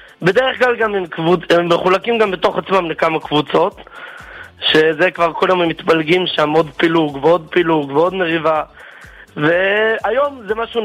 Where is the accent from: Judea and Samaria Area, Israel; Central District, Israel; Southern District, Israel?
Judea and Samaria Area, Israel; Kiryat Sefer; אני מקריית ספר.